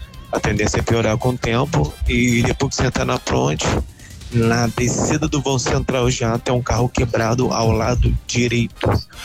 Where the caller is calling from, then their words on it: Niterói, Rio de Janeiro, Brazil; motor de aplicativo, morador de Niterói